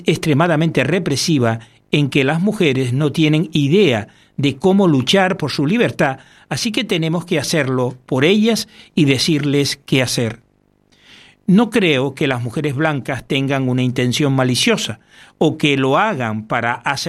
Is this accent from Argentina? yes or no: no; Pakistan; como en las que crecí en Pakistán